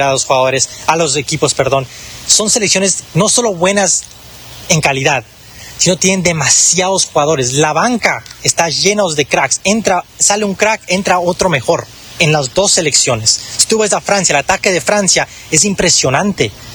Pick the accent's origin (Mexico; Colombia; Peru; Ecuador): Ecuador; Todos los 18 millones de ecuatorianos